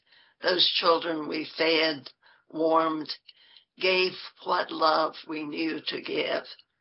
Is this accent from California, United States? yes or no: no; Kentucky, United States; also born or lived in Granttown, West Virginia; Actually, I was born in West Virginia, born in Granttown. My family moved back to southeastern Kentucky when I guess I was 5